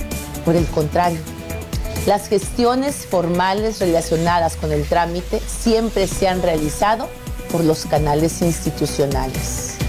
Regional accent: Mexico; Como mujer mexicana y como gobernadora, siempre defenderé nuestra soberanía.

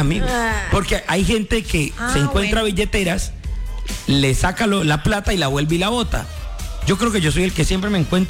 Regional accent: Cali, Valle del Cauca, Colombia; now in Spain; Hombre, yo soy colombiano, de Cali, del Valle del Cauca.

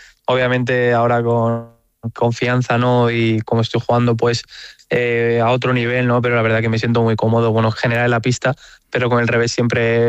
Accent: Spain; Bueno, siempre Rafa Nadal, ¿no? Siendo español, siempre ha sido uno de mis grandes ídolos

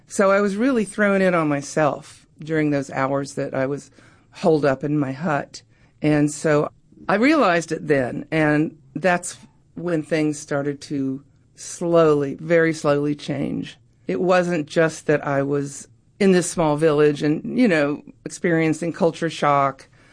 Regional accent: Oak Ridge, Tennessee, United States; born or raised there

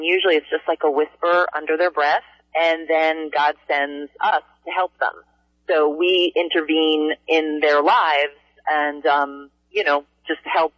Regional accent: Hoboken, New Jersey, United States; born there; moved away; also born or lived in North Bergen, New Jersey / Florida; Yeah, I was born in Hoboken. I lived in North Bergen, and then we moved down to Florida.

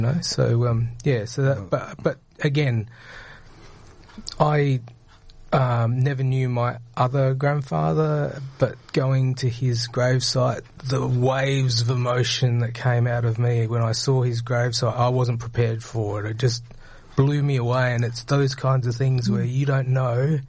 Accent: Port Pirie, South Australia, Australia; moved away as an adult; I grew up in Port Pirie.

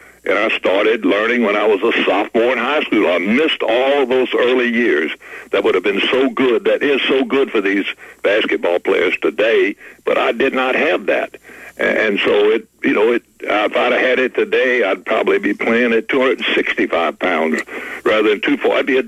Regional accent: Baton Rouge, Louisiana, United States; I loved, you know, growing up in Baton Rouge.

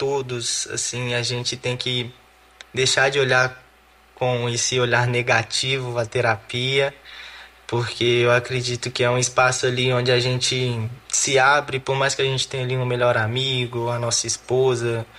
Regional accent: Belo Horizonte, Minas Gerais, Brazil; moved away as an adult; now in Leverkusen, Germany; eu sou natural de Belo Horizonte, tenho 23 anos de idade, eu estou indo para o meu terceiro ano aqui na Europa

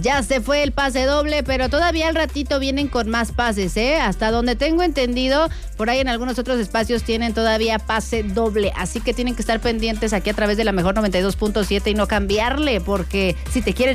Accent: San Juan del Río, Mexico; porque tengo la piel canela. Y soy de San Juan del Río, cariño. Soy de San Juan del Río. De por allá vengo, plebe. De por allá. Orgullosamente sanjuanense.

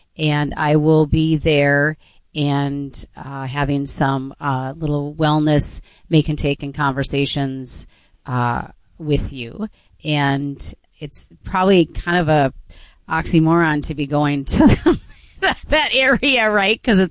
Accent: North Dakota, United States; I grew up in North Dakota where I don't even think I don't ever remember any conversations around politics at all.

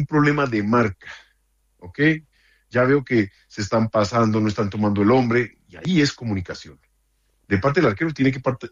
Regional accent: Colombia; also born or lived in Argentina; Pero que yo me sienta contento de ver a mi selección jugar, eso es otra cosa.

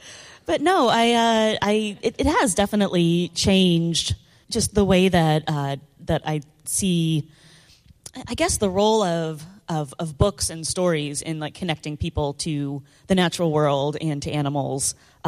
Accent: Tacoma, Washington, United States; I grew up in Tacoma, Washington, and we have the Point Defiance Aquarium and Zoo in Tacoma.

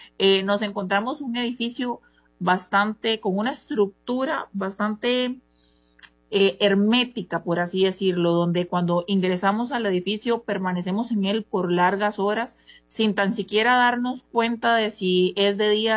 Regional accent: San Mateo, Alajuela, Costa Rica; Soy de San Mateo.

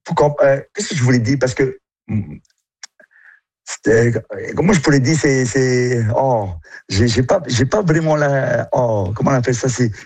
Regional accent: French Polynesia; now in Lac-Saint-Jean, Canada; Ben, chez nous, en Polynésie

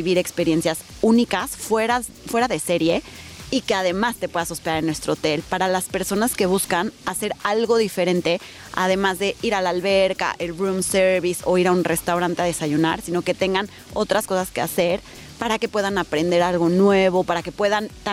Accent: Mexico; porque como mexicanos nos une

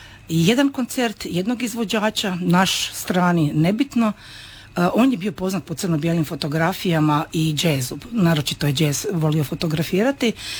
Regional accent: Zagreb, City of Zagreb, Croatia; mi smo iz Zagreba

